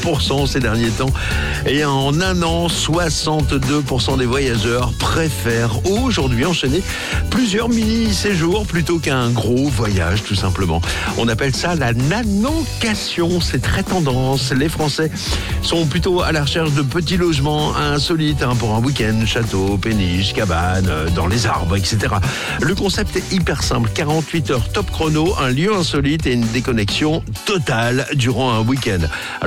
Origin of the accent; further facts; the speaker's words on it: France; chez nous en France